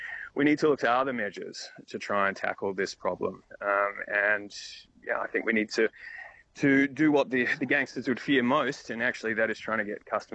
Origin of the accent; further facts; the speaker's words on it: Victoria, Australia; So here in my home state of Victoria, it's maximum 15 years in prison if you're selling illicit tobacco